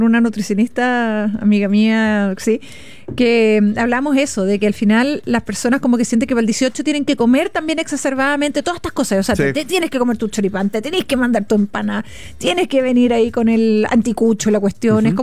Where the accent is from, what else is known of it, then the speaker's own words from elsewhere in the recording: Chile; Pero efectivamente yo creo que nos moviliza como chilenos.